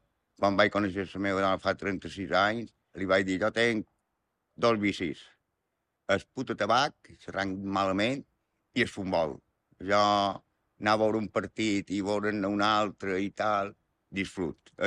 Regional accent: Balearic Islands, Spain; also born or lived in Petra; em faré 62. Mon pare i mon mare, en pas descans, eren pagesos. I quan jo tenia 2 anys, les van cridar a una pagesia d'aquí, de vora el Corte Santous, que era de Sant Marí Benito, era l'amo d'aquest hort. I ja vàrem estar allà durant 25 anys.

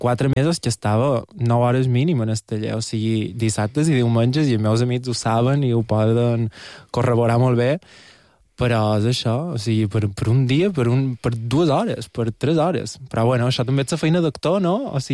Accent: Portocolom, Balearic Islands, Spain; Soc de Porto Colom i vaig molt a Sallà

